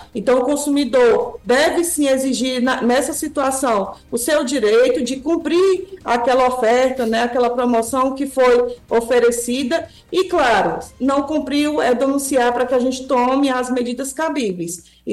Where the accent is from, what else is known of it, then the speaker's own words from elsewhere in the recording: Brazil; Nós, como brasileiros, né, sabe? Primeiro, desejar boa sorte ao nosso país